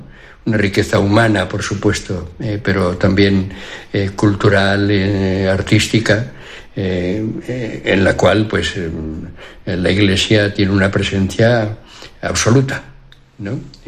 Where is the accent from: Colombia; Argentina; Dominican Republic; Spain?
Spain; La Garganta, Extremadura; Yo soy de pueblo, mi pueblo es La Garganta, en la diócesis de Plasencia